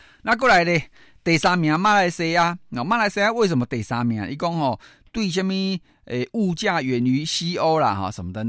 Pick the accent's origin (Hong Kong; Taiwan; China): Taiwan